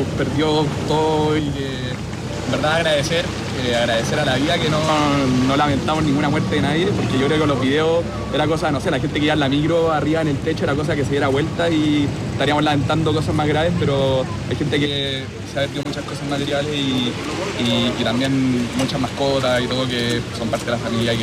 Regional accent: Chile; Y yo creo que es algo que tenemos como chilenos y que hay que ir a ayudar donde sea, cuando sea, como sea.

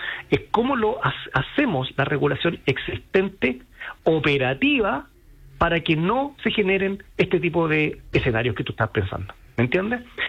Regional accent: Iquique, Tarapacá, Chile; y así nació, pues yo soy de Iquique, entonces obviamente esa ropa hay que sacarla

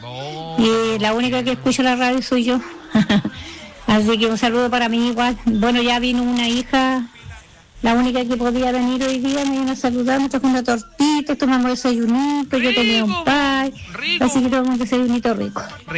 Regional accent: Molina, Maule, Chile; Yo soy ahí de Molina.

